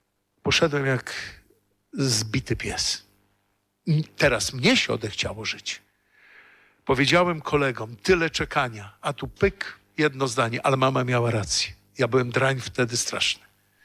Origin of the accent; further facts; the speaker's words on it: Warsaw, Masovian Voivodeship, Poland; Wychowywałem się na warszawskiej Pradze, wiecie, tam Wisła, most Śląsko-Dąbrowski niedaleko, Baza Różyckiego.